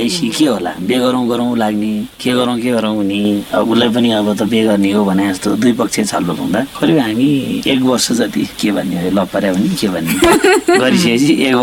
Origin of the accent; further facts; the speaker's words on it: Kavre, Bagmati, Nepal; मेरो घर काभ्रे हो, सिमथली कोसीबारी भुम्लु, म चाहिँ गाउँमा जन्मिया हुर्क्या